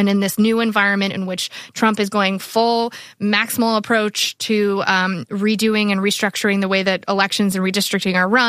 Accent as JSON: {"language": "English", "region": "North Carolina", "country": "United States", "said": "I'm from North Carolina. We are deeply familiar with the intensity and ferocity in which these storms can roll in."}